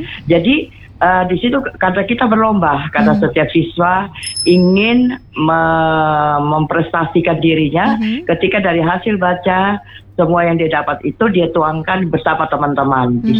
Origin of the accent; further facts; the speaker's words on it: Kupang, East Nusa Tenggara, Indonesia; barangkali sedikit berbagi pengalaman pada masa kecil di Kupang, Nusa Tenggara Timur.